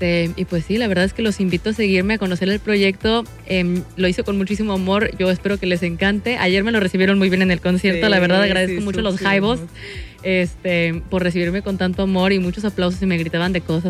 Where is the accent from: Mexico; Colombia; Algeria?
Mexico; yo como mexicana y amante de lo vintage tengo una responsabilidad